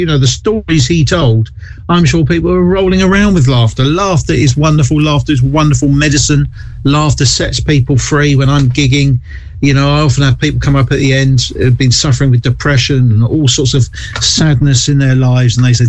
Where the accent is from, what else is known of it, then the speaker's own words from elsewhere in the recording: United Kingdom; I explained I was from London. Well, I'm not from London, I'm from the South Coast